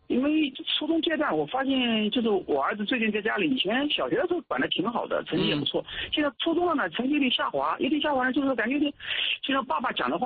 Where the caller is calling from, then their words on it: Jiangsu, China; 因为我是江苏的嘛。